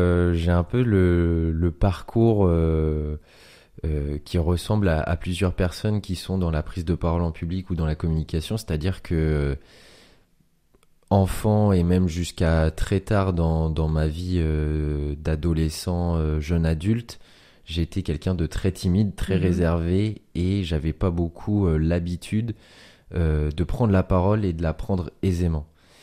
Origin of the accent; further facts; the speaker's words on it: Caen, Normandy, France; born there; j'ai 27 ans et je suis originaire de Caen.